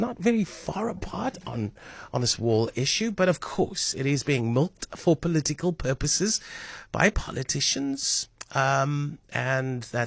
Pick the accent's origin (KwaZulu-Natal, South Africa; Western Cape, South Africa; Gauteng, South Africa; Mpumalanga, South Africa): Western Cape, South Africa; Cape Town; I come from Parkwood.